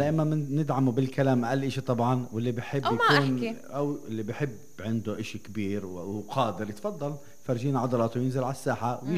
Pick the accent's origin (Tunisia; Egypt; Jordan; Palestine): Palestine; Nablus, West Bank; مش والله إحنا لما نطلع من نابلس نقول شوفوا إذا هاي قرية صغيرة